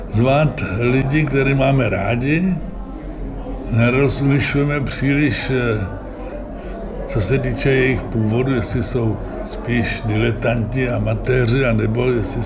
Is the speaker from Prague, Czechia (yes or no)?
no; Vizovice, Zlín Region, Czechia; já jsem z Vizovic, což je 14 km od Zlína